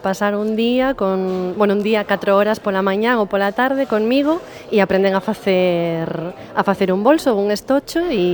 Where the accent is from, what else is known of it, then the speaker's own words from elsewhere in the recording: Moaña, Galicia, Spain; now in Santiago de Compostela, Spain; Eu estou en Santiago, son de Moña, teño que dicilo, senón a meu pai da algo, pero si estou en Santiago, levo aquí 10 anos